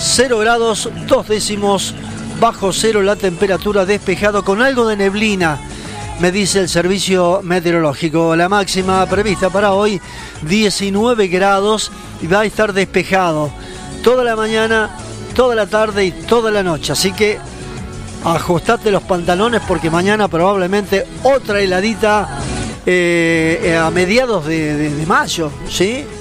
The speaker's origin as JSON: {"language": "Spanish", "country": "Argentina", "said": "nosotros acá en la Argentina"}